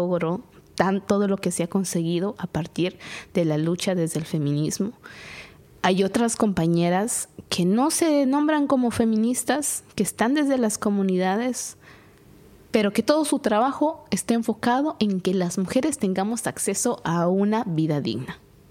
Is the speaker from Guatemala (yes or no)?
yes; Guatemala; yo soy de Guatemala